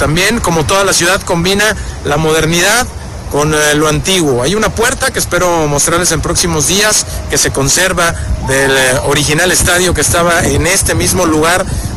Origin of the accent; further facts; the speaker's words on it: Mexico; a quien le mencionamos que venimos de México, fíjate que luego sacan como referencia Cancún y la Riviera Maya